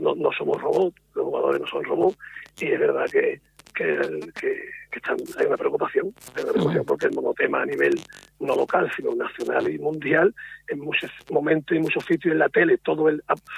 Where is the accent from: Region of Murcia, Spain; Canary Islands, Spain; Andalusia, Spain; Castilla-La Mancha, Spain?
Andalusia, Spain; Jerez de la Frontera; moved away as an adult; now in Ceuta, Spain; yo soy de Jerez